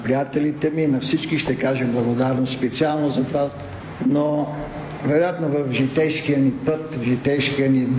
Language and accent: Bulgarian; Sofia, Sofia City, Bulgaria; една обич в моя роден град, отсреща ми 8-ма гимназия, подценките на Витоша